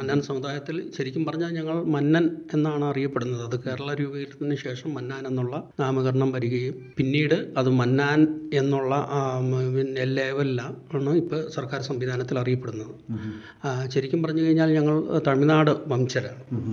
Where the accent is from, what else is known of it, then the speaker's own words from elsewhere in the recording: Kerala, India; ജനിച്ചു വളർന്ന ആളാണ്. ജനിച്ചു വളർന്ന തന്നെ ഇവിടെ തന്നെ സ്ഥിരം ഞങ്ങളുടെ അച്ഛനും അപ്പൂപ്പന്മാരൊക്കെ ആയിട്ട് സ്ഥിരമായിട്ട് ഇവിടെ ഉള്ള